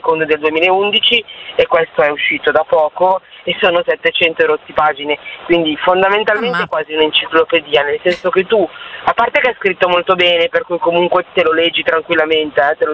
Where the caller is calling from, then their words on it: Sesto San Giovanni, Lombardy, Italy; Chiamo da Milano